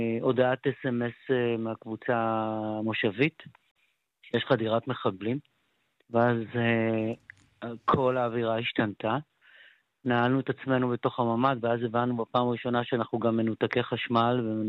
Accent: Sderot, Southern District, Israel; born there; moved away as an adult; now in Netiv HaAsara, Israel; שדרות היא עיר הולדתי, משפחתי שם, כל משפחתי. הוריי, סביי, קבורים בשדרות, השורשים משם, אבל כבר 36 שנים פה בנתיב

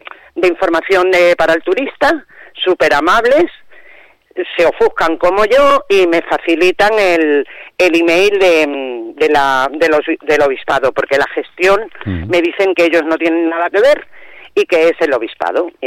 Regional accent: Málaga, Andalusia, Spain; somos de Málaga y lo que nos hemos trasladado aquí a La Rioja por una parte por motivos de trabajo

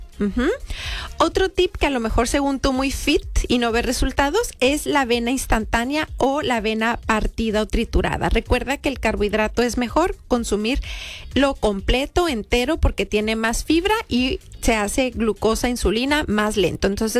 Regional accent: northern Mexico, Mexico; yo como buena norteña, esas tortillas de harina, ¿verdad?

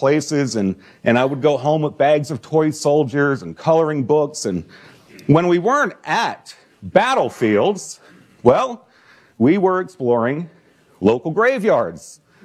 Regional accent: Schuylkill County, Pennsylvania, United States; I grew up in Schuylkill County, Pennsylvania, about 2 hours from here and a few miles south of the county seat of Pottsville.

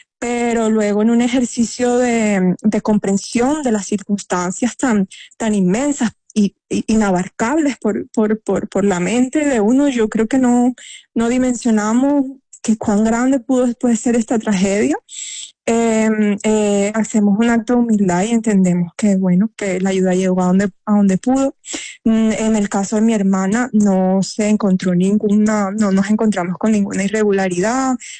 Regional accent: Santa Marta, Magdalena, Colombia; tu hermana me dijo que esta era su playa favorita en todo el mundo y somos samarios

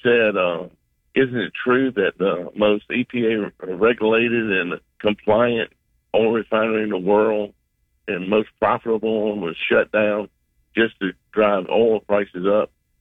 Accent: Louisiana, United States; I was raised in Louisiana.

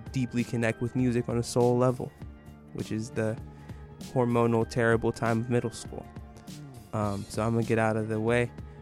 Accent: Atlanta, Georgia, United States; I'm from Atlanta.

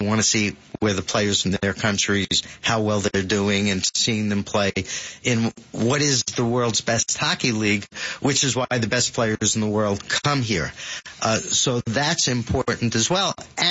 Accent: New York, United States; born or raised there

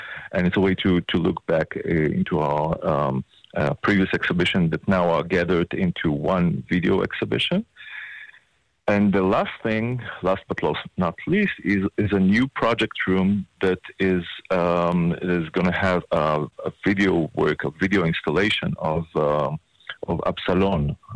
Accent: Ashdod, Southern District, Israel; English is a second language; I was born in Ashdod and lived in Ashdod

